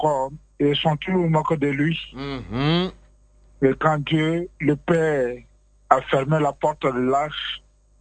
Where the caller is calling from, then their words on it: Abidjan, Côte d’Ivoire; j'appelle de Yopougon.